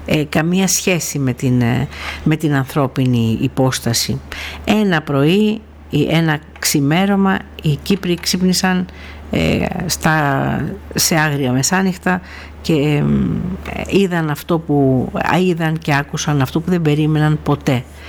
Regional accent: Kalymnos, South Aegean, Greece; Στην Κάλυμνο, στην ιδιαίτερη πατρίδα μου

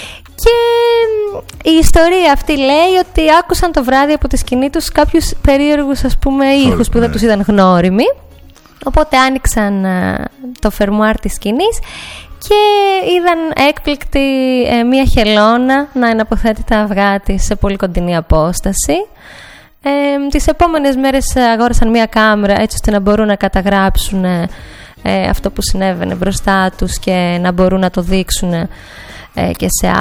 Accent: Amaliada, Western Greece, Greece; Εγώ από τη Δυτική Πελοπόννησο, από την Αμαλιάδα.

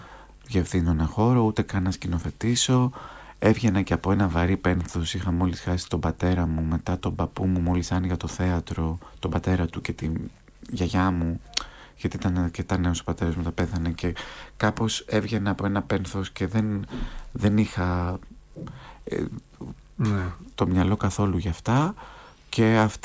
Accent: Greece; also born or lived in Crete / Missolonghi; Είμαι ο μισός από την Κρήτη, ο άλλος μισός είμαι από το Μεσολόγγι

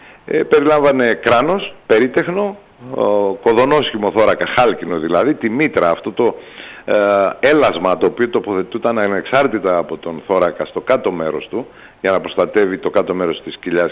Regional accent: Viannos, Crete, Greece; στην περιοχή Αφρατή, που είναι κοντά στο χωριό μου στη Βιάνο

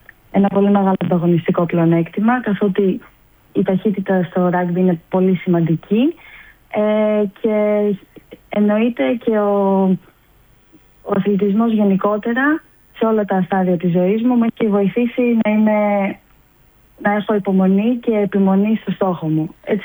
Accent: Peloponnese, Greece; now in Athens, Greece; εγώ είμαι από Αρκαδία, μένω Αθήνα, αλλά σπουδάζω στα Χανιά.

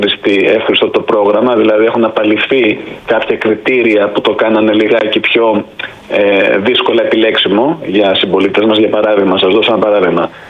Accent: Sparta, Peloponnese, Greece; κατάγομαι από τη Σπάρτη.

